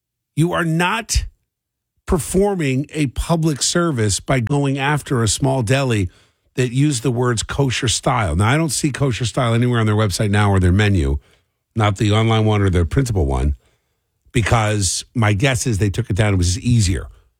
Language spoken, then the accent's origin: English; Cherry Hill, New Jersey, United States; I grew up in Cherry Hill.